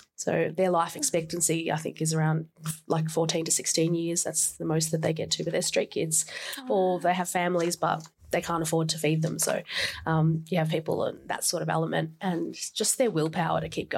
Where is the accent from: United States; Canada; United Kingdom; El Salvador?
El Salvador; now in Australia; There's a lot of us here, and there's just this immense pride for where we come from, where our roots are, but also how we are all Australian as well.